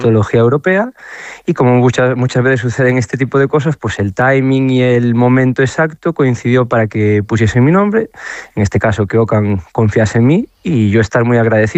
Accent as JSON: {"language": "Spanish", "town": "Ourense", "region": "Galicia", "country": "Spain", "also_born_or_lived": "A Coruña", "lives_now": "Istanbul, Turkey", "said": "Yo es que soy de Ourense, como tú has dicho, pero yo me voy a estudiar la universidad"}